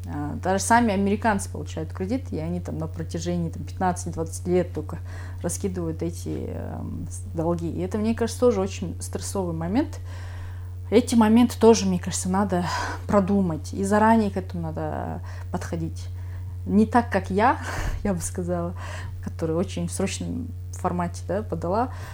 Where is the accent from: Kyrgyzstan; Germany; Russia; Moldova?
Kyrgyzstan; Возможно, я даже первая кыргызка, которую там... Я, конечно, не изучала, но мне кажется, что я первая кыргызка, которая этот университет закончила вообще.